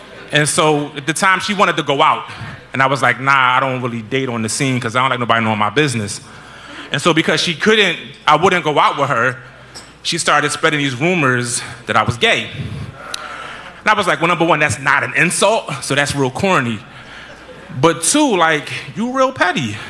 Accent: Philadelphia, Pennsylvania, United States; North Philly raised me, I found my voice on the art scene in Philly.

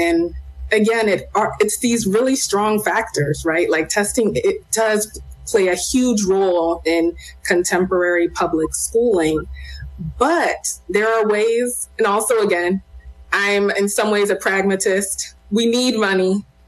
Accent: Long Beach, California, United States; moved away as an adult; also born or lived in Boston / San Francisco; now in Philadelphia, United States; I grew up in Long Beach, California, going to those public schools. And so I had that Southern California experience.

